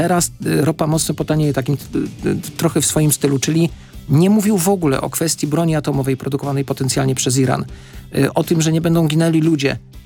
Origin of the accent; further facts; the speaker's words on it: Kraków, Lesser Poland, Poland; ja z Krakowa jestem, to wiele tłumaczy.